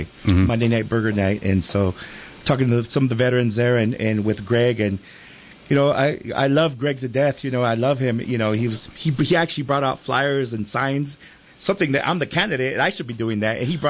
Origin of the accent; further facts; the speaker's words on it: Watsonville, California, United States; I was born and raised in Watsonville.